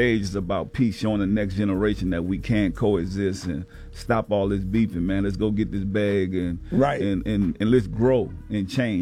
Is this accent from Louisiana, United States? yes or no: yes; New Orleans, Louisiana, United States; I'm from New Orleans, and then I went to Richmond, California.